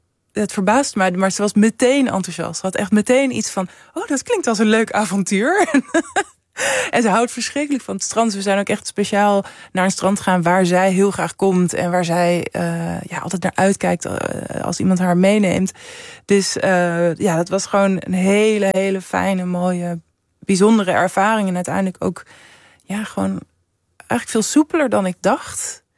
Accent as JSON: {"language": "Dutch", "town": "Amsterdam", "region": "North Holland", "country": "Netherlands", "tie": "born or raised there", "said": "ik ben geboren in Amsterdam, maar echt naast... om de hoek van Artus, van de dierentuin."}